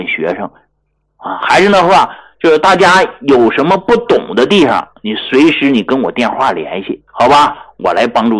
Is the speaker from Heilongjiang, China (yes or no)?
yes; Hegang, Heilongjiang, China; 所以我到今天我依然没有忘记说我是从哪儿来的。我现在的身份证，我依然是黑龙江省鹤岗市的，工农区农村的